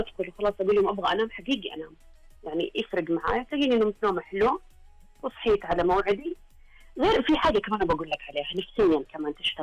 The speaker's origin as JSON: {"language": "Arabic", "country": "Saudi Arabia", "said": "انتم السعوديين"}